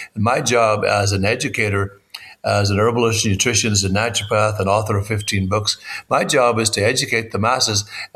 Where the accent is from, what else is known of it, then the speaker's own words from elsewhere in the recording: Ireland; now in Agoura, United States; As a farm boy growing up in Ireland